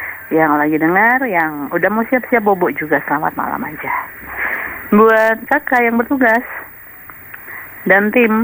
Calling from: Kupang, East Nusa Tenggara, Indonesia; saya orang Kupang.

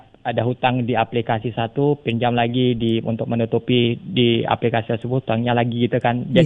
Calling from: Gorontalo, Indonesia; Kalau di daerah saya di Boalemo itu

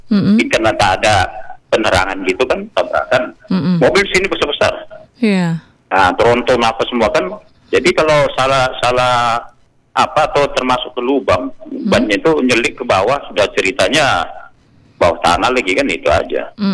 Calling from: Indonesia; saya orang Muara Pajar

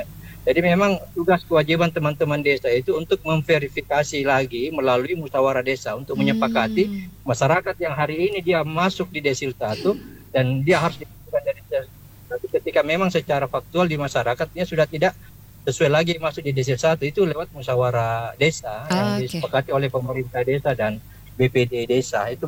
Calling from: Mamuju, West Sulawesi, Indonesia

